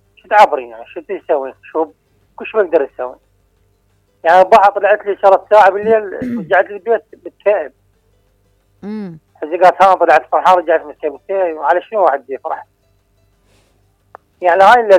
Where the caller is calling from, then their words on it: Iraq; لأن احنا عراقيين بالأول